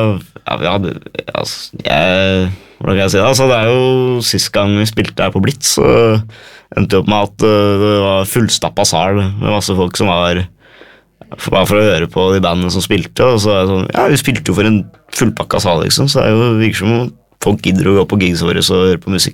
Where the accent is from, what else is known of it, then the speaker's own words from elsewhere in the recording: Oslo, Norway; accent: broad Oslo dialect; Nei, jeg gikk fra Østfold, jeg er fra Oslo.